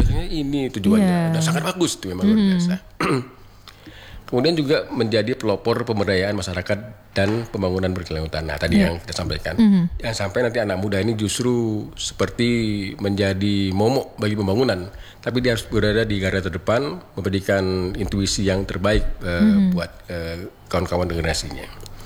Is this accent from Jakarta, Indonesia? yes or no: no; West Sumatra, Indonesia; kita, warga Sumatera Barat yang berada di Provinsi Sumatera Barat